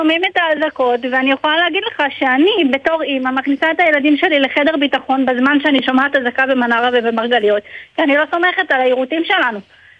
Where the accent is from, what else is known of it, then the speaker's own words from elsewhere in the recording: Safed, Northern District, Israel; now in Kiryat Shmona, Israel; לא, אני לא נולדתי בקריית שמונה, אני נמצאת פה 13 שנים.